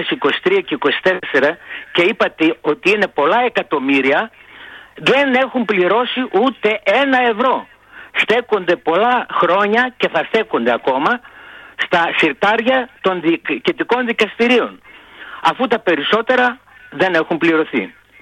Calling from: Greece

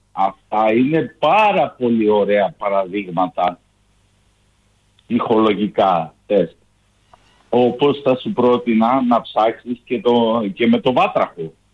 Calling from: Kilkis, Central Macedonia, Greece; από Κυρκής.

